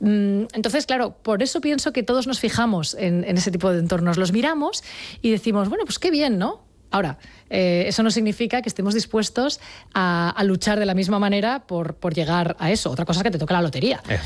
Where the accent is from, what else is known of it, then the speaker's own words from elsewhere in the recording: Sant Feliu de Llobregat, Catalonia, Spain; Yo había estado trabajando en Barcelona hasta aquel momento, porque soy de San Feliu de Llobregat